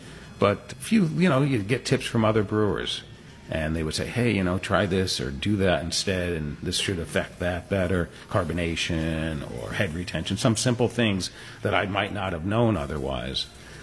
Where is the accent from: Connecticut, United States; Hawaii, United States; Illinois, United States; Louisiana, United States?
Connecticut, United States; Bridgeport; When I came up to UConn, I was originally from Bridgeport, and I love the rural aspect of the area